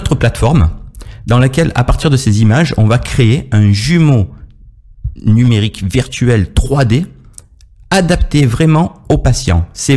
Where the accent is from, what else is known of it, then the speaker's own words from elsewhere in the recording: Marseille, Provence-Alpes-Côte d'Azur, France; Je suis vraiment un local hein, de l'étape. Je suis né à Marseille.